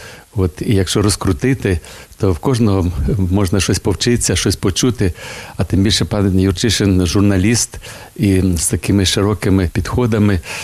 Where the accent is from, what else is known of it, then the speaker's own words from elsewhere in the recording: Volyn Oblast, Ukraine; бо я сам з Волині, там близько та Польща і Словаччина